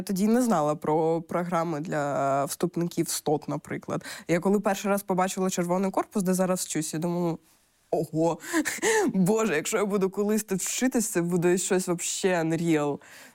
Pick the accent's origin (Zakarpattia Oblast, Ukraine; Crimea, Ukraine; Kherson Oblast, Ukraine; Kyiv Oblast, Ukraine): Crimea, Ukraine; Simferopol; і я з Сімферополя.